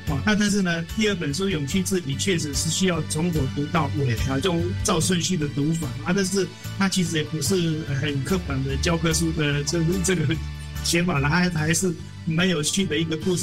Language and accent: Chinese; Yunlin County, Taiwan; now in Taipei, Taiwan; 我是云林人